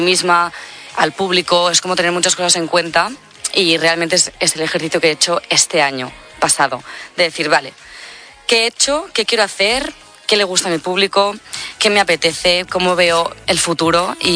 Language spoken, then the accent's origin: Spanish; Tiana, Catalonia, Spain